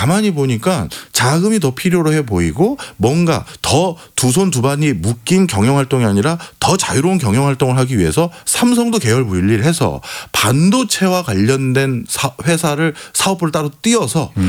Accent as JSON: {"language": "Korean", "country": "South Korea", "said": "저는 한국 사람이기 때문에 또 앞으로도 평생 한국 사람으로 살 것이기 때문에"}